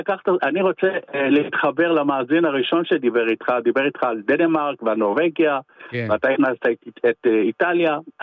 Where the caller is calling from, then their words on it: Kiryat HaKarmel, Haifa District, Israel; קריית הכרמל. דיברנו כבר.